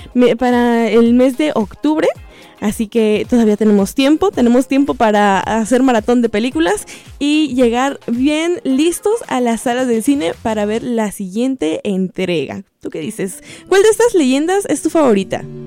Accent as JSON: {"language": "Spanish", "country": "Mexico"}